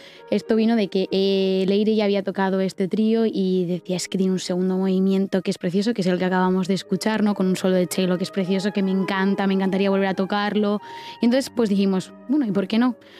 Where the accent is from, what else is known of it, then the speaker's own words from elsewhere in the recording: Basque Country, Spain; es una música escrita por una catalana, ella es andaluza y nosotras somos dos vascas, ¿no?